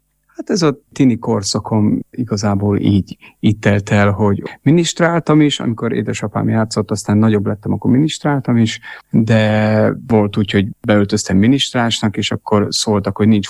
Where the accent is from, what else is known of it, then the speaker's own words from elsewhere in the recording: Nagyszarva, Trnava Region, Slovakia; Nagyszarván születtem, ott éltem a gyerekkoromat egészen 20 éves, 21 éves koromig, és ott éltem, és ugye ott a római katolikus templomba voltam megkeresztelve